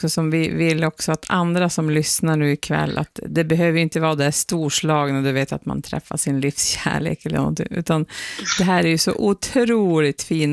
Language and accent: Swedish; Piteå, Norrbotten County, Sweden; accent: pitemål (Pite dialect); first language Pite dialect (pitemål); Det där är ju mitt modersmål, så att du skulle kunna prata hur mycket pitemål som helst med mig.